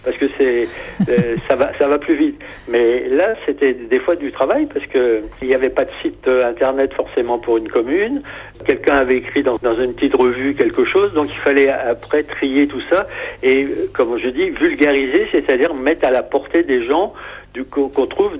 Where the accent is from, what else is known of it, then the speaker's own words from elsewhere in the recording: Perros-Guirec, Brittany, France; Et puis après, j'ai fait les Côtes d'Armor, puisque je suis des Côtes d'Armor, donc Perros-Guirec.